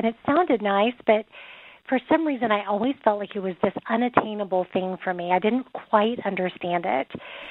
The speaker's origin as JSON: {"language": "English", "region": "Oklahoma", "country": "United States", "tie": "born or raised there", "said": "I think growing up in Oklahoma, everyone, it's the Bible Belt. At least when I grew up, everybody called themselves a Christian."}